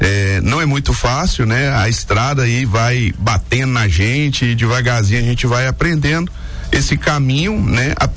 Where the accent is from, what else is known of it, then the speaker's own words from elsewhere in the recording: Teófilo Otoni, Minas Gerais, Brazil; accent: quase baianado; now in Vale do Aço, Brazil; eu sou lá do interior de Minas, lá de Teoflotone. A gente vem com aquele jeitinho quase baianado, né? A turma brinca que a gente é o baiano cansado, né?